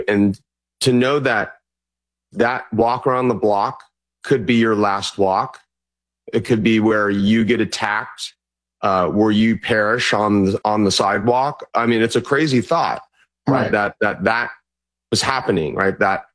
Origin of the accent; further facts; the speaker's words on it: Mission Viejo, California, United States; now in San Francisco, United States; You know, I grew up in Orange County in Mission Viejo. I went to, you know, school in LA now, and then went to grad school in Monterey, and you know, live here in San Francisco. So, you know, I'm a native Californian, born and bred here.